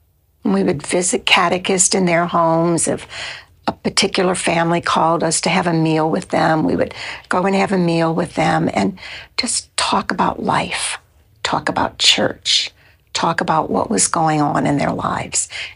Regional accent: Harvey, Louisiana, United States; When I grew up in Harvey, right across the river, I did not go to Catholic school.

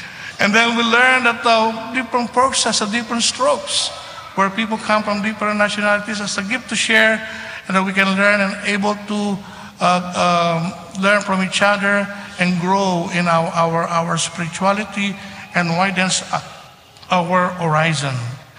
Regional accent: Philippines; I came from the Philippines, and I guess some people were here, come from different countries

